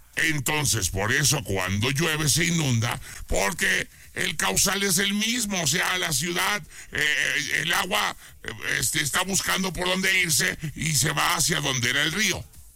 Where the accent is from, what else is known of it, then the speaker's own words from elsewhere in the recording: Guadalajara, Jalisco, Mexico; now in Aguascalientes, Mexico; Sí, yo soy de Guadalajara, Jalisco.